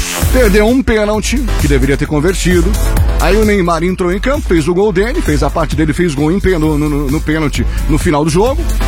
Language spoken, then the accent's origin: Portuguese; Brazil; somos brasileiros